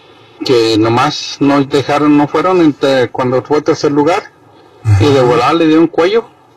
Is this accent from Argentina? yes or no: no; Mexico; Aunque como hispanos, sí, o mexicanos, pues referencia a la MX, pues no somos muy unidos.